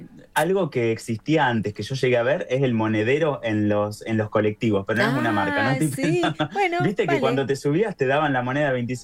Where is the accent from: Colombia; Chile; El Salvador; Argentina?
Argentina; Esquel, Chubut; Yo soy de Esquel, que había un solo colectivo.